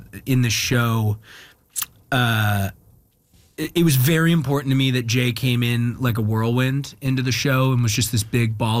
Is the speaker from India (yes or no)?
no; Alberta, Canada; You know, growing up in Alberta, obviously there's a lot of Newfoundlanders in Alberta because of the rigs and the oil